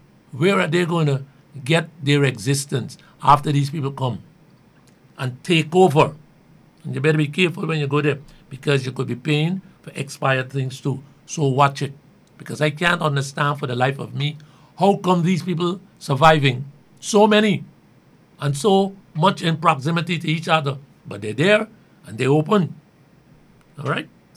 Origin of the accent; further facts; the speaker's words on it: Georgetown, Demerara-Mahaica, Guyana; I grew up in Kitty.